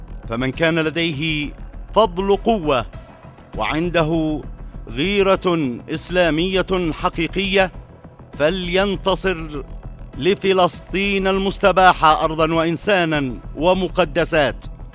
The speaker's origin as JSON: {"language": "Arabic", "country": "Yemen", "said": "يدعيها على بلادنا اليمن ظلما وزورا"}